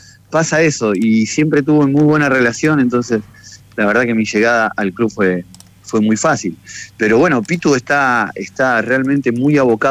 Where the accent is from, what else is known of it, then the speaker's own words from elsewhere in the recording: Mar del Plata, Buenos Aires Province, Argentina; yo soy de Mar del Plata